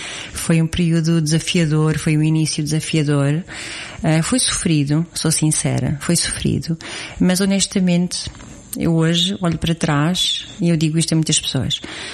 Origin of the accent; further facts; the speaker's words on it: Abrantes, Santarém, Portugal; como tu já disseste, tenho 50 anos, nascida e criada aqui em Abrantes e estou aqui para conversar um bocadinho contigo.